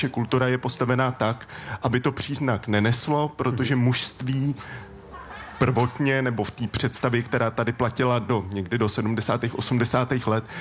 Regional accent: Stříbro, Plzeň Region, Czechia; Vyrůstal jsem ve Střívře na Tachovsku

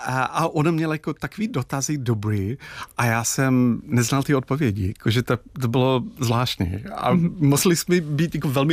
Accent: Dublin, Leinster, Ireland; Czech is a second language; moved away as an adult; now in Czech Republic; když jsem vyrůstal v Dublinu, polovina fyzického světa bylo moře.

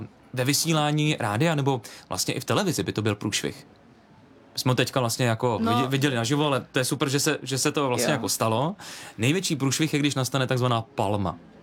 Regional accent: Brno, South Moravian Region, Czechia; teď jsem to řekl jako Brňák

